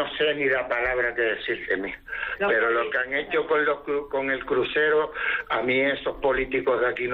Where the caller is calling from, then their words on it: Tenerife, Canary Islands, Spain; Desde Tenerife.